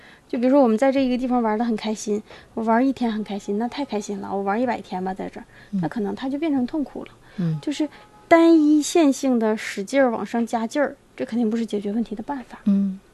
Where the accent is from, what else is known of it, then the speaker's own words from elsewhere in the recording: China; 我们中国人